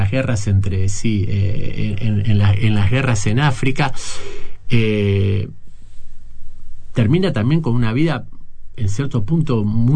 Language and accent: Spanish; Buenos Aires, Argentina; now in Montevideo, Uruguay; cuando apareció la oportunidad de venir a vivir a Montevideo, enfrente de Buenos Aires, yo soy porteño